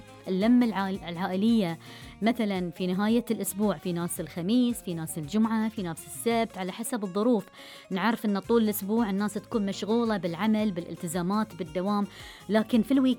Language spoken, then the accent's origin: Arabic; Bahrain; ملف الأياويل وديرتنا الحبيب البحرين، ملف للخير والتواصل والبركة والسنع والهوية الجميلة والعادات والتقاليد الأصيلة